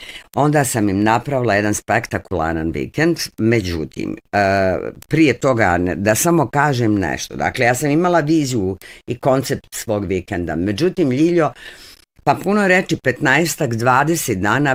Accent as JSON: {"language": "Bosnian", "town": "Sarajevo", "region": "Federation of Bosnia and Herzegovina", "country": "Bosnia & Herzegovina", "tie": "born or raised there", "lives_now": "Monaco", "said": "Dakle, od Monaka, ja u Monaku pričam o Sarajevu i u Monaku dovedem Sarajevo."}